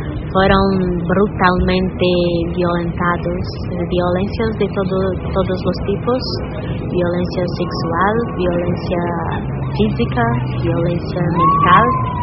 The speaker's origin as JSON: {"language": "Spanish", "country": "Brazil", "second_language": "Spanish", "said": "brasileña, abogada de derechos humanos"}